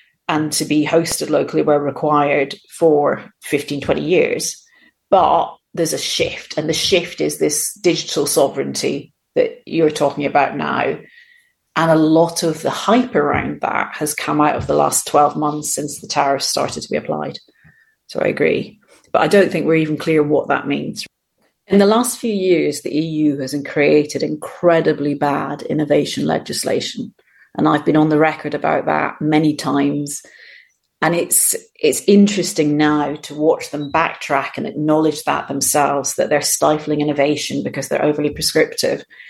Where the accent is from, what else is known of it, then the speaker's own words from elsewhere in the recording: United Kingdom; if they had me and another person because we're British, they wouldn't get funded.